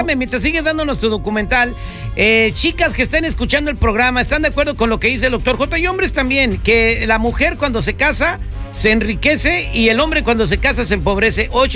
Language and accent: Spanish; Morelia, Michoacán, Mexico; also born or lived in San Francisco, United States; De Morelia. De Morelia, Michoacán. Nací en San Francisco, pero mi padre me llevó, porque tenía miedo que me hiciera cholo, me llevó a Morelia y ahí me hice cholo.